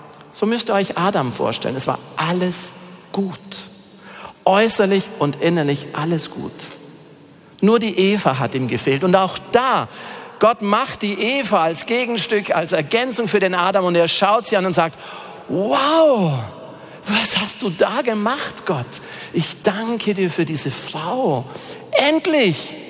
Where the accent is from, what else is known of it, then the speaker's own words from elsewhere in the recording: Bavaria, Germany; hier in Bayern, ich komme aus dem Allgäu